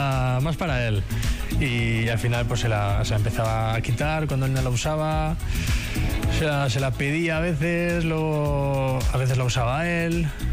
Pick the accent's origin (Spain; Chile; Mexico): Spain; San Sebastián, Basque Country; De Amara, de Amaraberri.